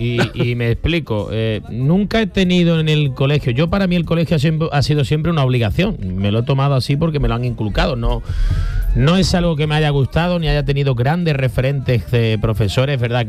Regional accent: Nerva, Andalusia, Spain; now in Seville, Spain; En mi pueblo, en Nerva

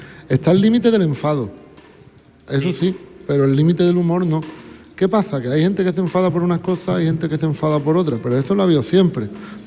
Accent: Algeciras, Andalusia, Spain; yo soy de Algeciras

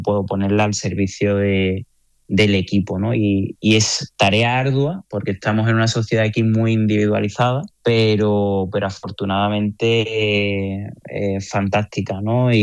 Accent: Spain; moved away as an adult; now in United Arab Emirates; Como españoles, nosotros nos hemos criado desde bien pequeñitos con un modelo en los coles de educación física muy bueno

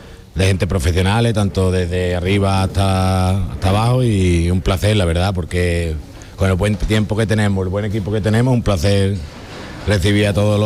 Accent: Espera, Andalusia, Spain; yo soy un pueblo de Cádiz, de Espera.

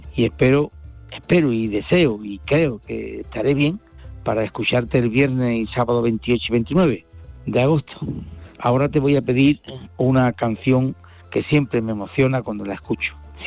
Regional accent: Seville, Andalusia, Spain

